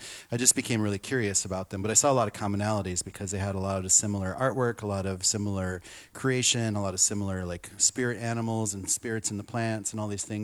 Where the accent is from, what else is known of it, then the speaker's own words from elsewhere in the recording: the Dakotas, United States; born there; I was born in the Dakotas, but we had tribes that were doing corn culture way up there too.